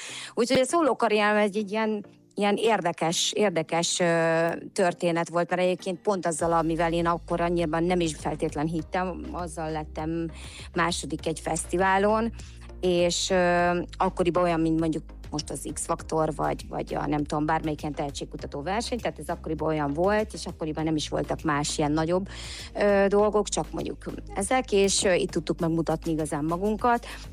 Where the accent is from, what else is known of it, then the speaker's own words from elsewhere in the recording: Szolnok, Jász-Nagykun-Szolnok, Hungary; én szolnoki vagyok